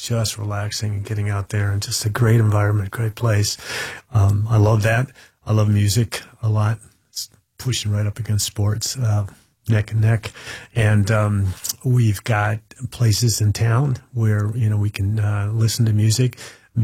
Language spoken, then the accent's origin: English; Detroit, Michigan, United States; as I grew up in Detroit, so it's almost, I'm kind of up north, right?